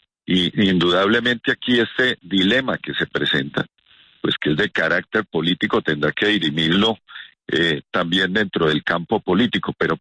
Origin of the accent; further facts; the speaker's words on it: Colombia; yo creo que al final de cuentas lo que uno quiere como colombiano es que haya una transición de gobierno lo más normal posible